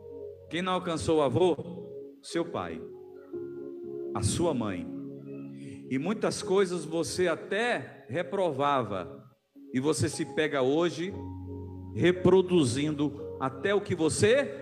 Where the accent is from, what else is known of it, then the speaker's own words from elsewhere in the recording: Salvador, Bahia, Brazil; moved away; O soteropolitano como eu, soteropolitano, né?